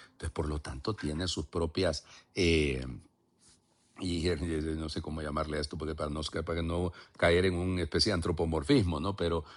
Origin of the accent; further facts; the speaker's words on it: Honduras; somos especiales los hondureños en general y en nuestra arquidiócesis, pues más.